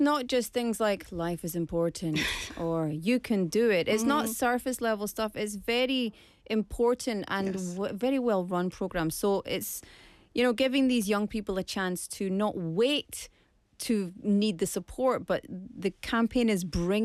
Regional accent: Scotland, United Kingdom; now in South Korea; I come from Scotland where there's support and it's discussed about way more than it is here in Korea

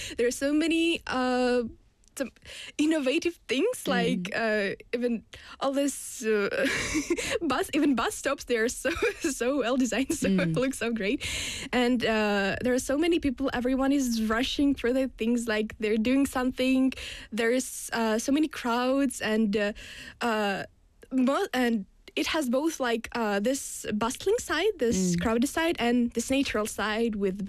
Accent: Russia; now in South Korea; And actually, in my hometown, Russia is really spacious, because there's a lot of space and a very little amount of people.

